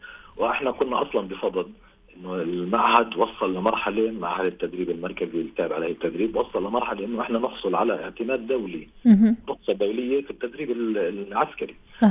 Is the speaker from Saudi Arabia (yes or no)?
no; Palestine; عندنا بفلسطين